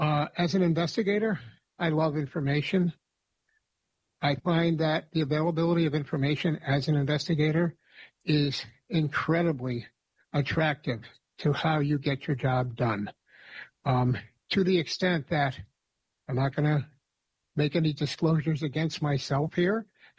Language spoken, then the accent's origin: English; Troy, New York, United States